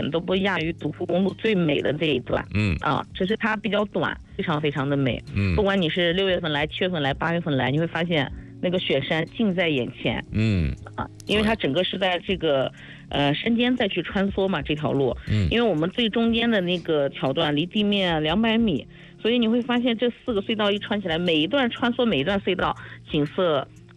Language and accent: Chinese; Hebei, China; 包括咱们河北这边也是